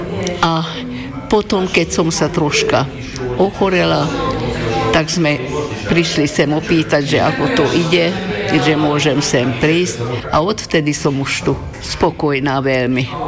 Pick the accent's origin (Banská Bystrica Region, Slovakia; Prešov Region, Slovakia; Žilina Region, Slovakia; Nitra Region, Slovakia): Banská Bystrica Region, Slovakia; Hodejov; born there; also born or lived in Kornádovce; Ja som sa narodila v Hodejove, no potom sme išli do Kornádoviec, tam je kameňolom